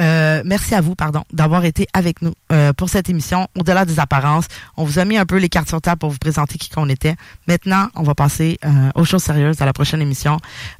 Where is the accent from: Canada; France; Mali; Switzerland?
Canada; Quebec City, Quebec; also born or lived in Montreal; Tu sais, nous, on est de Québec. Moi, je suis plus avant, j'étais plus de Montréal.